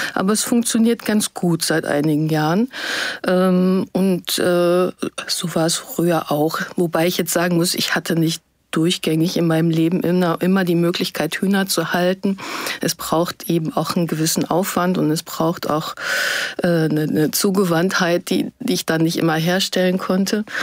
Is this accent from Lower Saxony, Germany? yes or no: yes; Lower Saxony, Germany; Ich bin auf dem Bauernhof groß geworden in Niedersachsen.